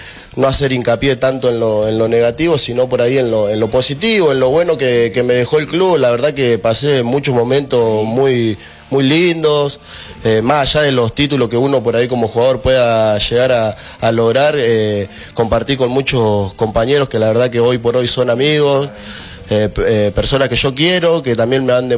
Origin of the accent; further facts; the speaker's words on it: Buenos Aires, Argentina; born there; moved away as an adult; Yo nací en Buenos Aires.